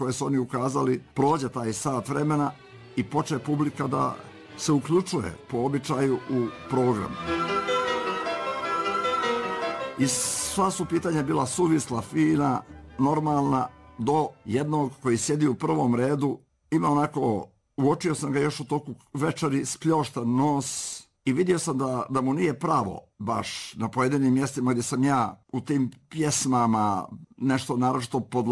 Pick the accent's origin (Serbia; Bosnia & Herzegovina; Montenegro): Montenegro; koji smo iz Crne Gore, a hrišćani smo pravoslavci, svi smo Srbi.